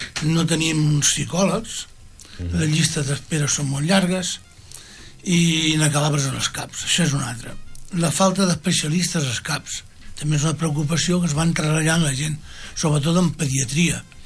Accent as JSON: {"language": "Catalan", "town": "Rubí", "region": "Catalonia", "country": "Spain", "tie": "born there", "said": "No tenim poble, som uns desgraciats, vam néixer aquí a Rubí."}